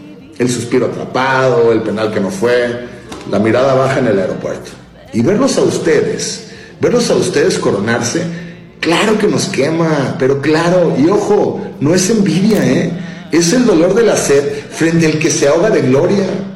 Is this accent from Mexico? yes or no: yes; Mexico; por qué los mexicanos odiamos a Lionel Messi. Porque ser mexicano en la era de Lionel Messi es vivir con el orgullo herido.